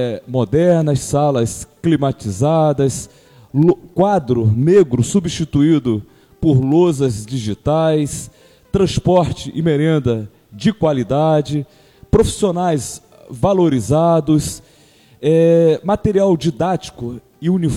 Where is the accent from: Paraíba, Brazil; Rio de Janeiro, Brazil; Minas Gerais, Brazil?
Rio de Janeiro, Brazil; Iguaba Grande; also born or lived in Araruama; Me trouxeram para Iguaba, onde lá eu sou morador desde que nasci.